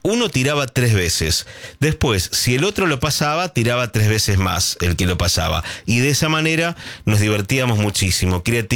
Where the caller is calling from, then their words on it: Maipú, Mendoza, Argentina; de Mendoza, desde Maipú.